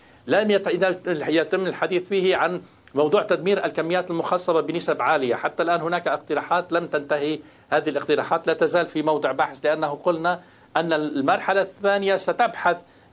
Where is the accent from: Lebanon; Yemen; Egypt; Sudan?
Lebanon; أنا لبناني